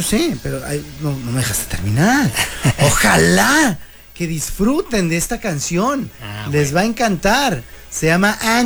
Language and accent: Spanish; Mexico; Aquí estamos rodeados de mexicanos, para nosotros no son exóticos, porque somos mexicanos.